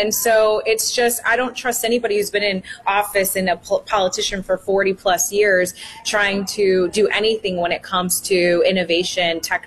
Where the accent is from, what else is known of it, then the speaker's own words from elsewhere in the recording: Illinois, United States; I'm from the Illinois area